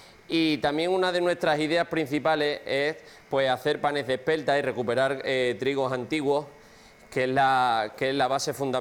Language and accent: Spanish; Castilla-La Mancha, Spain; No he tenido la oportunidad de estar fuera, pero yo opté por estar en mi pueblo y por querer estar aquí